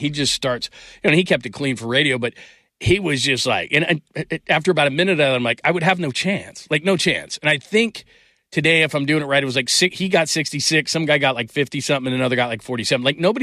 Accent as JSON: {"language": "English", "region": "California", "country": "United States", "lives_now": "Phoenix, United States", "said": "Joey's from the Bay Area. I'm from the Bay Area. Worked at KBR in the Bay Area for years and years and years."}